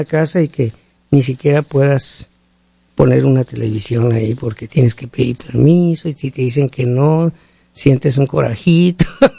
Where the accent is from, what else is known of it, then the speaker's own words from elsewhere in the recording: Hermosillo, Sonora, Mexico; now in United States; Yo soy de Hermosillo, Sonora